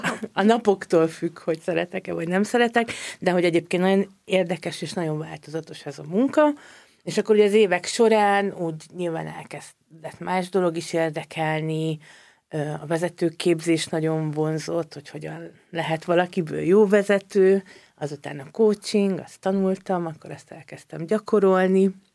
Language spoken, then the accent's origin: Hungarian; Heves, Hungary; moved away as an adult; also born or lived in Eger; now in Budapest, Hungary; faluban, kisvárosban, faluban nőttem fel, úgyhogy szerintem most értékelem ezt már felnőttként, hogy ez mennyire jó volt. Úgyhogy ott nőttem föl, Egerbe jártam középiskolába, főiskolára, és akkor utána kerültem Budapestre.